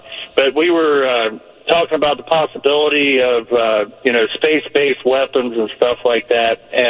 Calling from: Allenville, Ohio, United States; I'm actually in Allenville, Ohio, just where your guest was talking about.

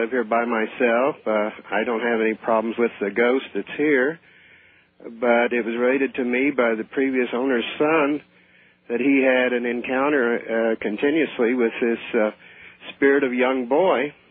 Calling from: Cincinnati, Ohio, United States; … in Cincinnati.

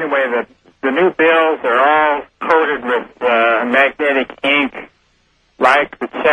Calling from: Portland, United States; from Portland.

